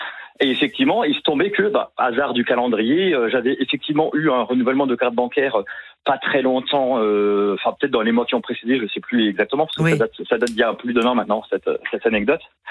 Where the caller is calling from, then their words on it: Valenciennes, Hauts-de-France, France; Je vous appelle du Nord, de Valenciennes exactement.